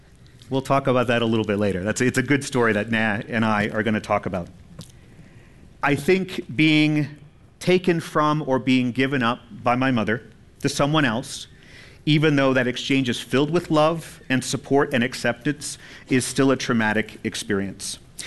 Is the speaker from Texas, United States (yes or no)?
yes; El Paso, Texas, United States; born there; I am not Mayan Indian. I was born in El Paso to a mother who was an alcoholic and possibly a drug addict.